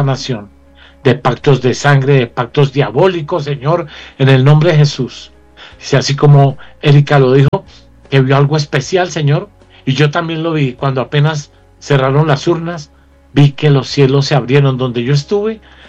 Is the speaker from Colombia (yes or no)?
yes; Colombia; somos esos colombianos